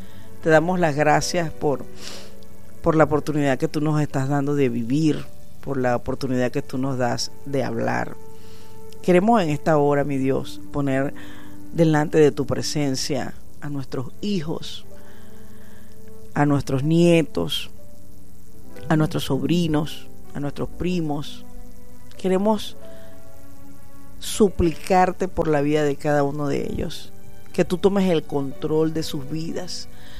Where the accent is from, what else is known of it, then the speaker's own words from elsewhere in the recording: Venezuela; Yo soy muy latina, muy venezolana criolla.